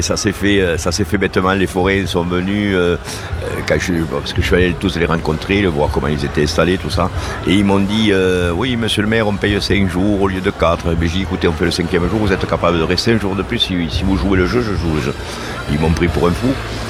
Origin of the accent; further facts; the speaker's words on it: Pamiers, Occitanie, France; Je suis un pur à Pamiers, je suis né à Pamiers, j'ai grandi à Pamiers, j'ai fait mes écoles à Pamiers et j'ai travaillé à Pamiers.